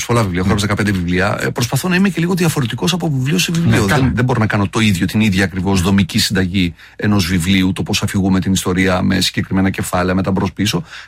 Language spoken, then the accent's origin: Greek; Trikala, Thessaly, Greece; Από όταν μεγάλωνα, στα Τρίκαλα που μεγάλωσα, πήγα στο Λύκειο με προϋπόθεση να υπάρχει θεατρική ομάδα.